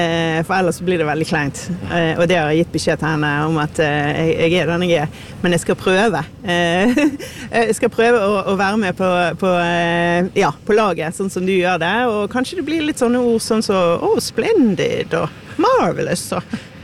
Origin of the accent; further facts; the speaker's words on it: Bergen, Vestland, Norway; now in Oslo, Norway; fra Fyllingsdal, som bor på Etterstad i Oslo